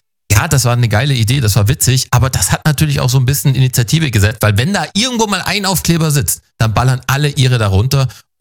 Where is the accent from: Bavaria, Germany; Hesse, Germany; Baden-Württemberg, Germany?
Baden-Württemberg, Germany; born there; ich bin in Baden-Württemberg geboren, ich darf das.